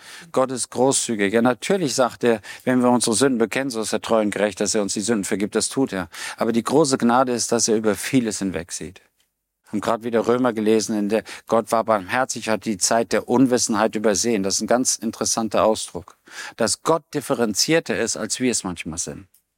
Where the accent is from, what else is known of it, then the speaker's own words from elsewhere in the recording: Rhineland-Palatinate, Germany; now in Stuttgart, Germany; Ich komme ja aus Rheinland-Pfalz. Und dann kam ich nach Stuttgart.